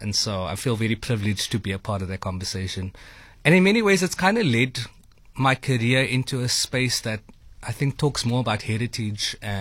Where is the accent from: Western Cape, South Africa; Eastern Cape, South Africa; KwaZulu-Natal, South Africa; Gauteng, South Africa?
Western Cape, South Africa; Cape Town; I grew up in a very, I guess, proudly colored family. And growing up in Athlone, you know, that's just the world that you're in.